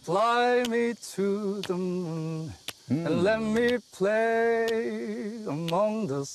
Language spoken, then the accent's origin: Korean; Seoul, South Korea; moved away as an adult; now in Suncheon, South Korea; 저는 평생 제가 나는 서울 사람이다 그렇게 이제 살아왔는데 네, 등본을 보고 순천 출생이었다를 알게 됐습니다.